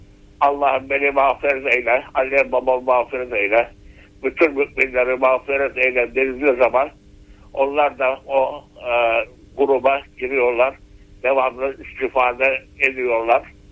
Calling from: Bandırma, Balıkesir, Turkey; Bandırma'dan arıyorum.

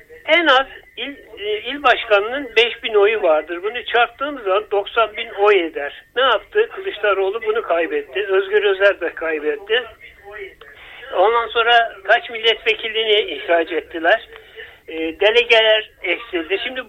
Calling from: Adapazarı, Sakarya, Turkey; Ben Adapazarı'ndan arıyorum.

